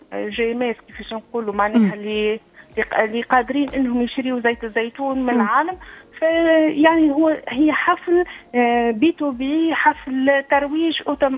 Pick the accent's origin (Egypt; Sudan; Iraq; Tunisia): Tunisia; نحن ذواقين التوينسة دارسين في الخارج، متحصلين على شهادات معترف بها من المجلس الدولي للزيتون، رجعنا لبلادنا